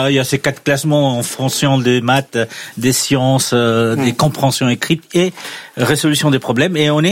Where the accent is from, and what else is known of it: Spain